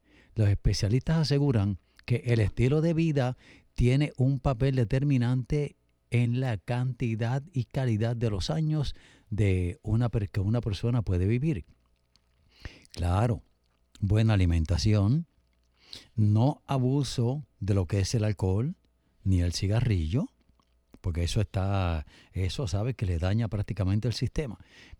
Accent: Bayamón, Puerto Rico; De hecho, en mi barrio, donde yo nací y me crié, y donde vive parte de mi familia, porque después me mudé un poco más arriba

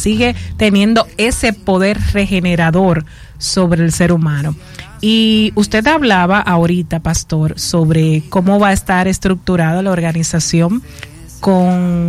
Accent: Dominican Republic; como dominicanos que somos

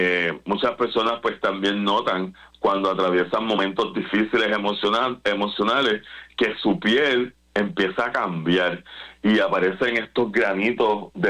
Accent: Puerto Rico; nos afecta a nosotros como puertorriqueños también

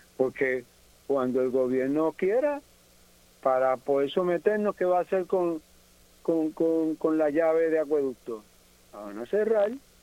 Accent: San Juan, Puerto Rico; now in Orocovis, Puerto Rico; Yo no soy de aquí, yo soy de San Juan.

